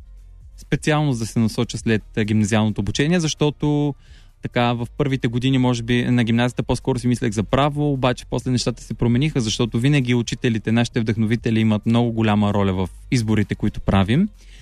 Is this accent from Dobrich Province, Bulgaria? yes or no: yes; Dobrich, Dobrich Province, Bulgaria; moved away as an adult; now in Varna, Bulgaria; пътувах от сутринта от град Варна, защото по принцип съм от Добрич, но уча във Варна